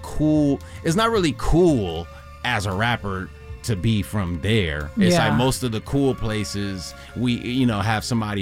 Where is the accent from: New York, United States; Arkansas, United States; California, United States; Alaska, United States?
California, United States; Los Angeles; I grew up in Koreatown